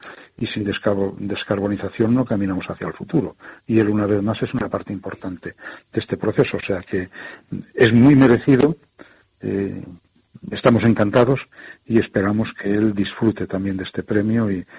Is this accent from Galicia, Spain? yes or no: yes; Galicia, Spain; now in Madrid, Spain; nosotros como gallegos, aunque estemos en Madrid, igual somos gallegos, vivimos mirando para Galicia siempre.